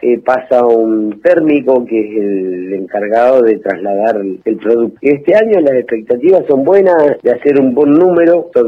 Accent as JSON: {"language": "Spanish", "town": "Gobernador Costa", "region": "Chubut", "country": "Argentina", "said": "de Gobernador Costa. Yo estoy encargado del acopio de liebre acá en la zona, lo que es Gobernador Costa, San Martín, Río Pico."}